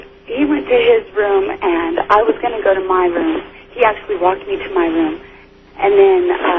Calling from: Colorado, United States; from Colorado.

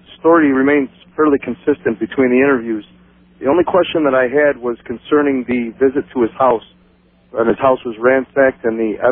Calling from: Niagara Falls, New York, United States; I'm calling from Niagara Falls, New York.

